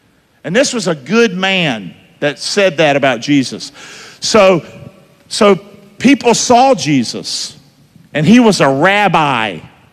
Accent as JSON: {"language": "English", "town": "Rockingham", "region": "North Carolina", "country": "United States", "said": "I'm from Rockingham."}